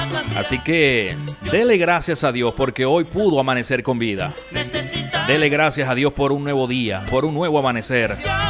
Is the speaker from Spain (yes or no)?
no; Venezuela; aunque yo soy venezolano